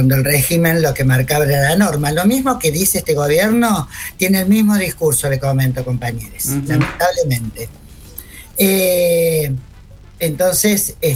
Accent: Rosario, Santa Fe, Argentina; now in Córdoba, Argentina; yo migro a Córdoba. ¿No es cierto? Soy de Rosarina, migro a Córdoba por la violencia en dictadura.

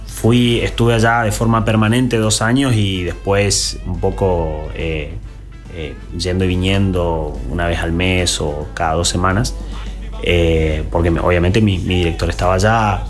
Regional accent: Corrientes, Argentina; moved away as an adult; now in Resistencia, Argentina; Quería quedarme acá en Corrientes. Bueno, ahora vivo en Resistencia

